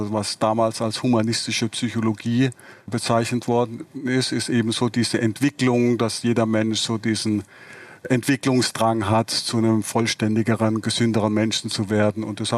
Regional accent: Baden-Württemberg, Germany; ich bin ja im Raum Heidelberg aufgewachsen und habe in Karlsruhe Elektrotechnik studiert

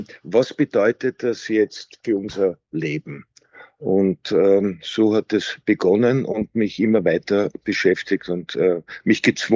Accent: Austria; als Österreicher, verstehe ich es natürlich vielleicht besser

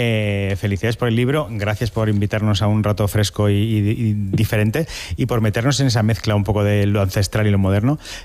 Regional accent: Spain

